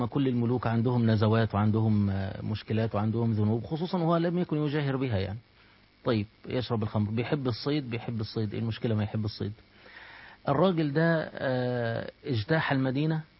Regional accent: Egypt; خليني أقول لك مثلا باعتباري مصري، هو هضرب لك المثل المصري

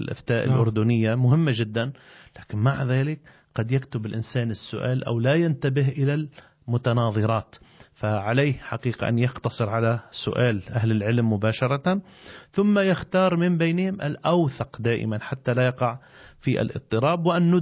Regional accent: Lebanon; نحن في لبنان بالمجمل الاعتماد على المذهب الحنفي والمذهب الشافعي

